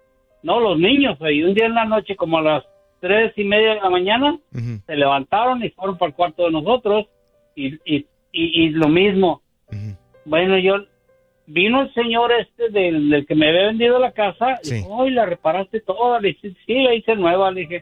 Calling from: Houston, Texas, United States; en 1984 yo vivo en Houston.

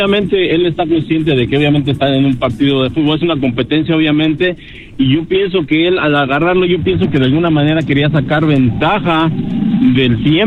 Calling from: Phoenix, Arizona, United States; Desde Phoenix.

